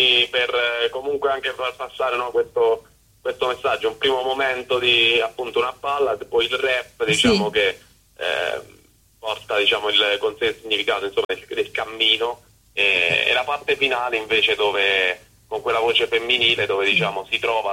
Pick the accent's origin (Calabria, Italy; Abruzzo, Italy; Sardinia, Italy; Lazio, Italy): Abruzzo, Italy; Io vengo dall'Abruzzo, Val di Sangro, zona Val di Sangro, in Abruzzo.